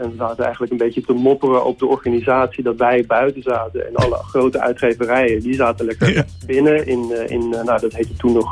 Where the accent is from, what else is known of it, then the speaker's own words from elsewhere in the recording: Haarlem, North Holland, Netherlands; born there; Juist ook omdat het inderdaad in Haarlem is, mijn geboortestad.